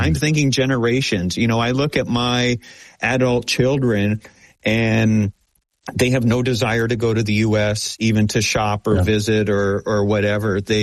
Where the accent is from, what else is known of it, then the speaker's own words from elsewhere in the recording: Chicago, Illinois, United States; accent: Chicago; now in Canada; I lost my Chicago accent years ago, so that's kind of, I guess, helped a little bit of the situation. But all my friends, all my family, all my colleagues, they know I was born in the United States.